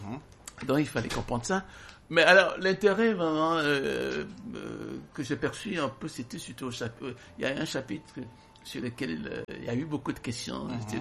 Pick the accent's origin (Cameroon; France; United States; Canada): Cameroon; Douala, Littoral; Douala, c'est ma ville. Je suis né à Douala.